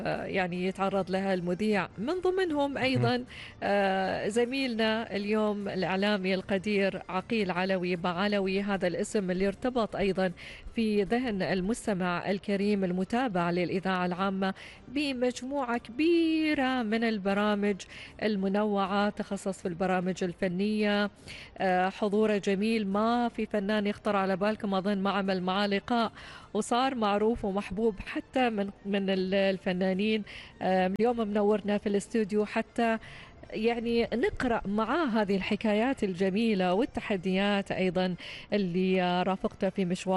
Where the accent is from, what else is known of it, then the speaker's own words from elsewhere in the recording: Oman; بلادنا عمان من شمالها لجنوبها